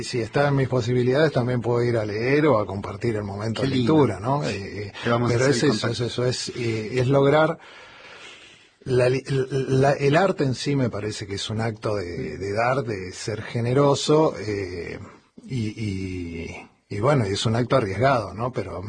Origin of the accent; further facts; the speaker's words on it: Buenos Aires Province, Argentina; also born or lived in Mendoza; now in Buenos Aires, Argentina; Soy mendocino, sí. Me crié en el Gran Buenos Aires y la mitad de mi vida la llevo viviendo en La Boca.